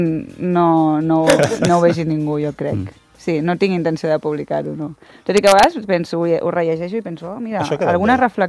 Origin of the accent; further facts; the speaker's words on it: Barcelona, Catalonia, Spain; El Raval, sí, jo soc del Raval, vaig començar allà.